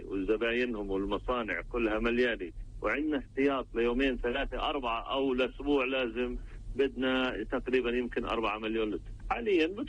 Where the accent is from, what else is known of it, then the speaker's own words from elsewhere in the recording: West Bank, Palestine; إحنا عندنا بالضفة الغربية